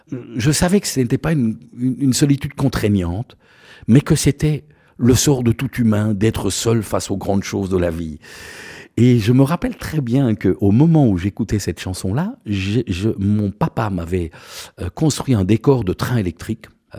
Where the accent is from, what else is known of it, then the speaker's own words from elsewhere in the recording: Marloie, Wallonia, Belgium; à Marloix, précisément, ma terre natale